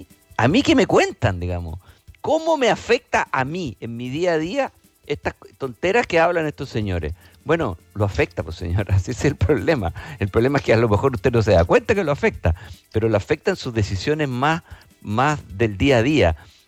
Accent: Chile; siendo nosotros los chilenos

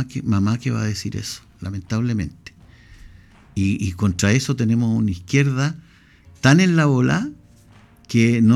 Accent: Chile

